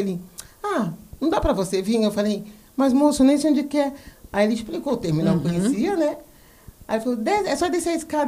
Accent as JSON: {"language": "Portuguese", "town": "Santos", "region": "São Paulo", "country": "Brazil", "moved": "yes", "lives_now": "Itatiba, Brazil", "said": "eu sou de Santos."}